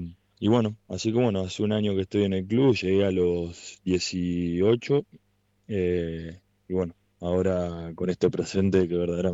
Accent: Carlos Pellegrini, Santa Fe, Argentina; moved away as an adult; now in Santa Fe, Argentina; Yo soy oriundo de Carlos Pellegrini, de la provincia de Santa Fe. Yo llegué a Colón hace un año, el año pasado a esta altura.

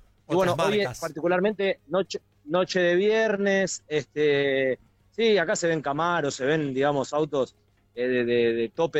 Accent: Argentina

